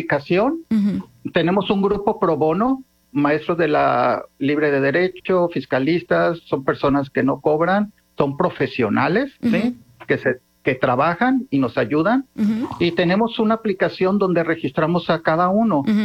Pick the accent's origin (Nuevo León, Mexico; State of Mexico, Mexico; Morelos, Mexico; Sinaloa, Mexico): Sinaloa, Mexico; Mazatlán; also born or lived in Mexico City; Yo estaba, de hecho, trabajando en la Ciudad de México, soy de Mazatlán. Vine aquí